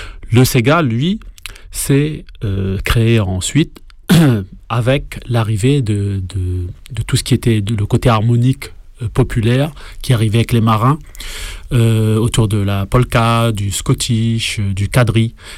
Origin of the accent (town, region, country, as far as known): Réunion